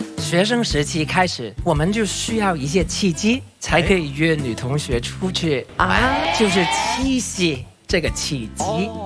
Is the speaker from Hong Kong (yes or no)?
yes; Hong Kong; 好，大家好，